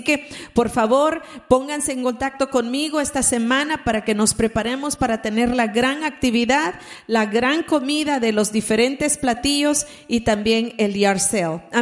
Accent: El Salvador; ¿Cuántos estamos de El Salvador? La hermana Araceli y yo y mi mamá somos de El Salvador. Wow, somos bien poquitos.

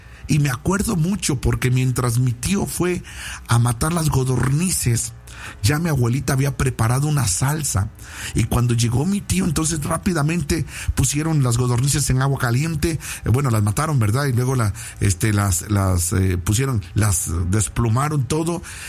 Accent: La Peña Colorada, Mexico; moved away; la Peña Colorada, donde yo soy, donde yo nací en un pueblito que se llama La Peña Colorada, es allá, un pueblito, eso sí, tiene un río y ahora tiene una laguna, tiene río, tiene, nunca he estado ahí en esa laguna, pero tiene un río.

